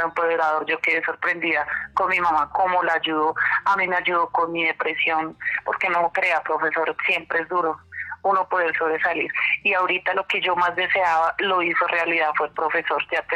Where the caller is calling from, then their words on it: Zipaquirá, Cundinamarca, Colombia; De Zipaquirá, Cundinamarca